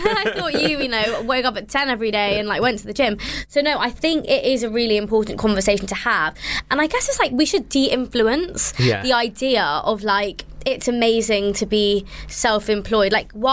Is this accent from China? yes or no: no; London, United Kingdom; And I'm Indian, but I am of the Jain religion, but also born and raised in London.